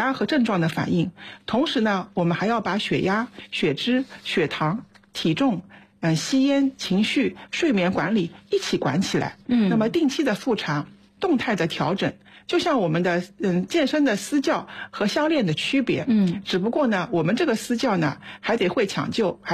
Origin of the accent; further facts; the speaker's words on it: China; 这在我们中国人中间呢特别明显。